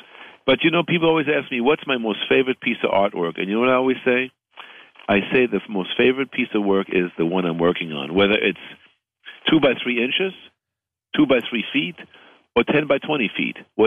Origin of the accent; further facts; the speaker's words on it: China; also born or lived in Berlin, Germany; I was born in Berlin. But, you know, I was raised in China